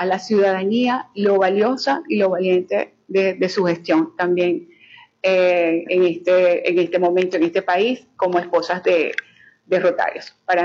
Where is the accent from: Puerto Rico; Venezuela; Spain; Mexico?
Venezuela; lo valioso y lo valiente que somos los venezolanos